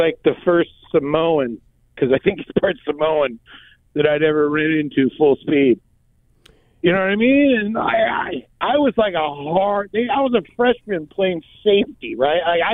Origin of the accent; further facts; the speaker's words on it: California, United States; I was the kid from California that had played a little bit.